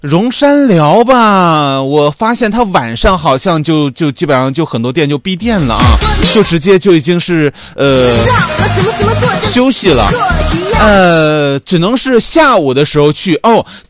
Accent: Hainan, China; 咱就是海南人，就是这身打扮

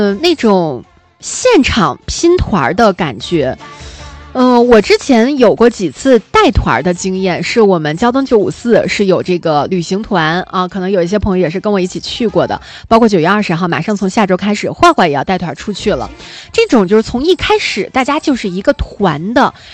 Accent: Northeast China, China; 你比如说我是东北人

